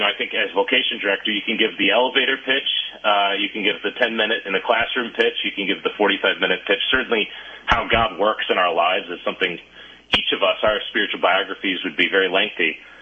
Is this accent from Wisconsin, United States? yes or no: yes; Elm Grove, Wisconsin, United States; born or raised there